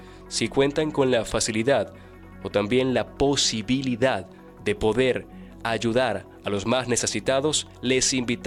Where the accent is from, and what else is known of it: Venezuela